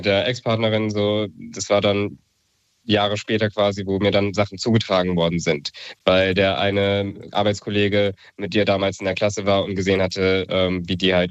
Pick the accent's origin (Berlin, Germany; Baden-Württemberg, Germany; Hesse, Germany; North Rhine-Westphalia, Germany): Hesse, Germany; Marburg; Ich komme aus Marburg.